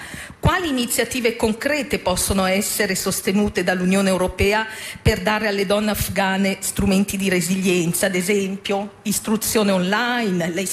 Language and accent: Italian; Milan, Lombardy, Italy; io sono di Milano